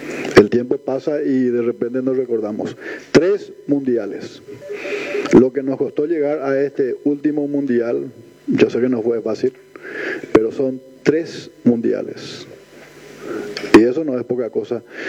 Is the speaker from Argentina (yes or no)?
no; Paraguay; lo que somos los paraguayos